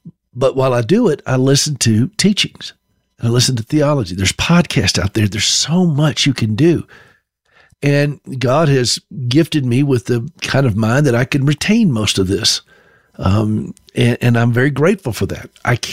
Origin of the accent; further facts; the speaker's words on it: North Carolina, United States; But I remember I grew up skiing in North Carolina. When I first learned how to ski, we would go up to the mountains of North Carolina